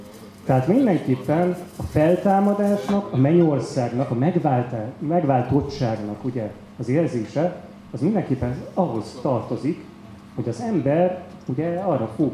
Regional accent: Miskolc, Borsod-Abaúj-Zemplén, Hungary; Én jezsuitáknál nevelkedtem jó sok éven keresztül, tehát én Miskolcon jezsuitáknál végeztem

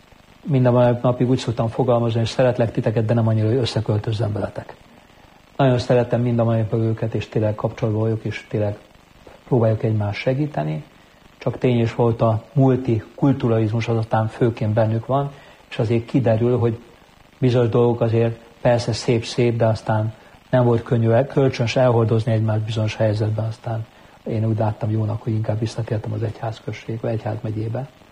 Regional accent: Budapest, Hungary; Tehát én budapesti lévén

